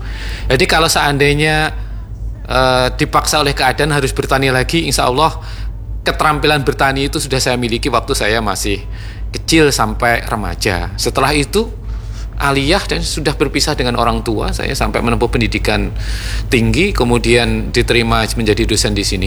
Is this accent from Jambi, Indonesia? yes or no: no; Madiun, East Java, Indonesia; moved away; Saya kan di Madiun ya.